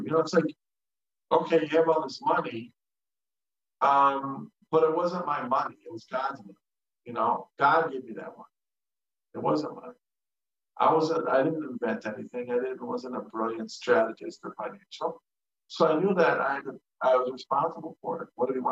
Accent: United States; Here's this American, I'm an American, right? Winning the lottery in Mexico

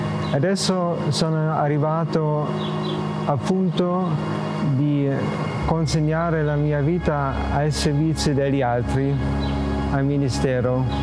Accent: Germany; Italian is a second language; moved away as an adult; now in Italy; All'inizio stavo in Germania e poi il Signore mi conduceva fuori dal mio paese

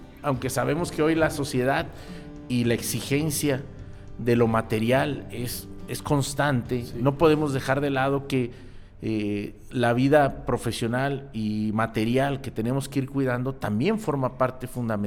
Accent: Guadalajara, Jalisco, Mexico; yo soy originario aquí de Guadalajara, desde pequeño, de una familia de un veracruzano y una de la Ciudad de México que se viene aquí. Y bueno, vivo toda mi infancia aquí en Guadalajara.

